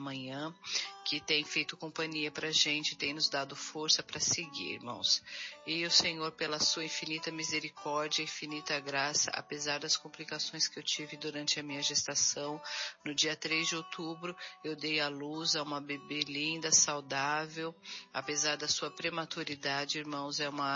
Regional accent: São Bernardo do Campo, São Paulo, Brazil; eu sou de São Bernardo do Campo.

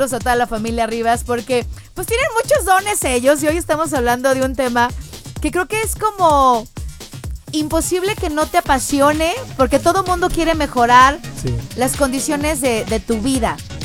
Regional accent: Lebanon; Soy libanesa y no se habían dado cuenta.

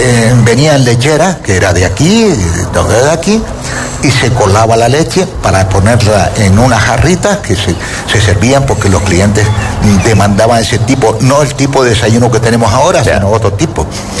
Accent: Canary Islands, Spain; born there; Pero hombre, yo soy nacido en Gran Canaria, ¿no? Pero cuando he venido aquí al sur hace 45 años, ya mi mujer me dijo, dice, de aquí yo no me muevo.

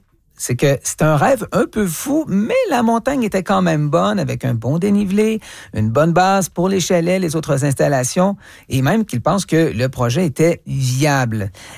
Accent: Quebec, Canada; born there; Dans mon village natal.

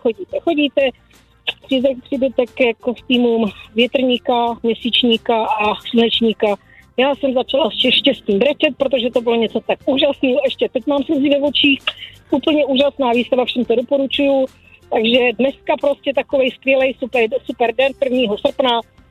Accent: Moravská Třebová, Pardubice Region, Czechia; když jsme jí řekli, že jsme praskyle z Moravský Třebový

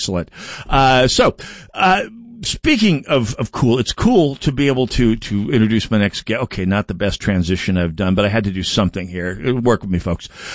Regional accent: North Dakota, United States; now in Minnesota, United States; I don't complain about winters in Minnesota, because, let's be honest, I grew up in North Dakota.

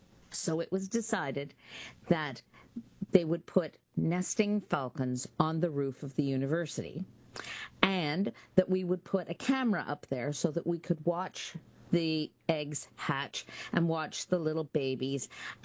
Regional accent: Canada; that's why we are Canadian. Well, British then, but now Canadian.

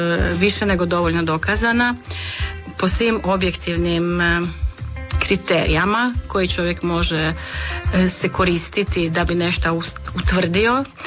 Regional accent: Osijek, Osijek-Baranja County, Croatia; kod nas u Osijeku

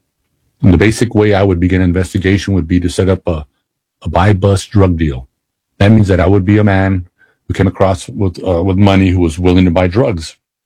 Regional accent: El Paso, Texas, United States; I was born and raised in El Paso, so I was familiar with the culture, the people in the streets of the city.

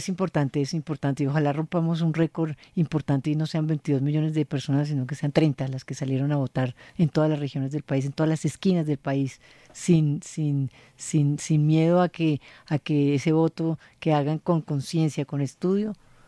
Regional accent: Colombia

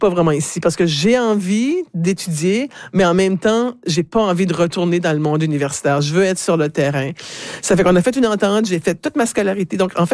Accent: Moncton, New Brunswick, Canada; c'est fait que je suis revenue chez moi à Moncton. Je vivais à Dieppe à ce moment-là, donc je suis revenue à Dieppe en juillet 2001 en fait.

